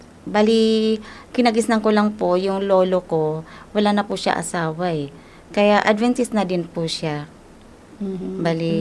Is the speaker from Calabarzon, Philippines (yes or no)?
no; Iloilo, Western Visayas, Philippines; moved away as an adult; May asawa po at tubong Iloilo po ako.